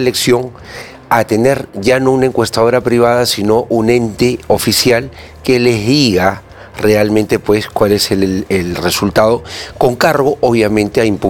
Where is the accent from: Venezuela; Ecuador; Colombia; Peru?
Peru; me refiero en general como peruanos